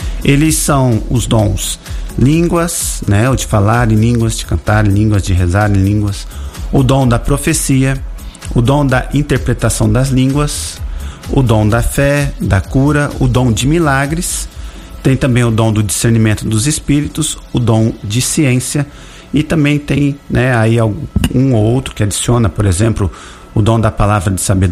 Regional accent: Brazil; para nós que somos brasileiros

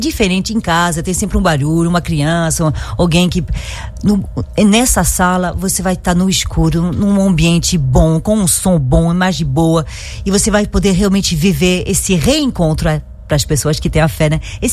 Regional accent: France; accent: French; Portuguese is a second language; Sim, eu falo com sotaque francês, desculpa.

